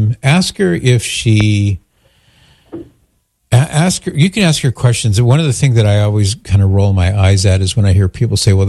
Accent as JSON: {"language": "English", "region": "California", "country": "United States", "said": "Now, I'm from California"}